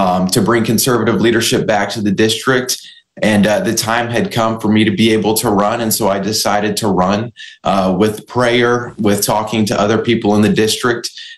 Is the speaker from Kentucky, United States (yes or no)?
yes; Kentucky, United States; I was born and raised here in Northern Kentucky. I come from a family of servant leaders.